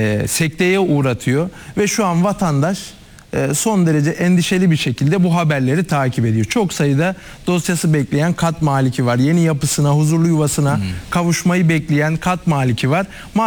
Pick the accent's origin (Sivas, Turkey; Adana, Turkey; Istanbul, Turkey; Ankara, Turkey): Istanbul, Turkey; Evet, ben de bir Üsküdarlı olarak süreci yakından takip ediyordum.